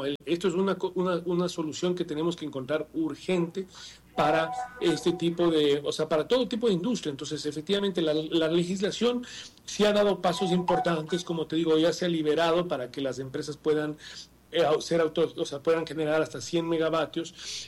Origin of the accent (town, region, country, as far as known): Ecuador